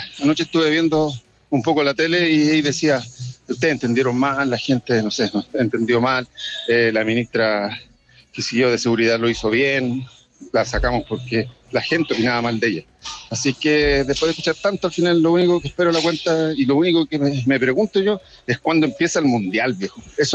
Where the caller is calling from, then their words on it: Santiago, Santiago Metropolitan Region, Chile; Yo de Futuro … de Santiago.